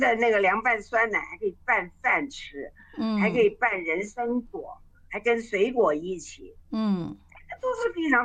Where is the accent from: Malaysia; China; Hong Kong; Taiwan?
Taiwan; 就像我们台湾人吃的这个那个什么，仙草，